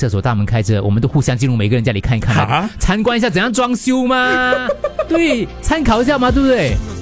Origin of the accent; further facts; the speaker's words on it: Malaysia; really different from us Malaysian. Maybe because 我在马来西亚长大了。